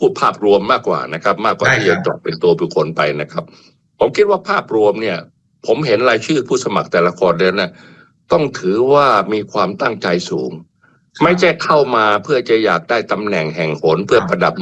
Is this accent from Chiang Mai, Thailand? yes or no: no; Bangkok, Thailand; ผมภูมิใจฮะในฐานะคนกรุงเทพนะผมว่าอันนี้เป็นเมืองระดับหนึ่งของโลก